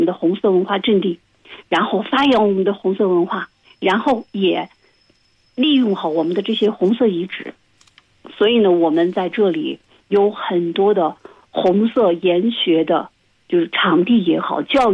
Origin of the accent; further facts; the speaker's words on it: Qinghai, China; 就是在我的家乡研制成功的。